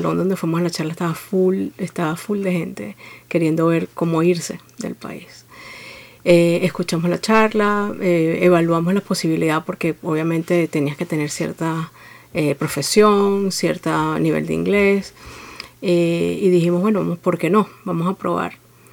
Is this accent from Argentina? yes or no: no; Venezuela; moved away as an adult; now in Australia; Bueno, yo nací, me crié en Venezuela, al norte de Sudamérica. Y me vine a Australia en el 2008. Ya este año van a ser 18 años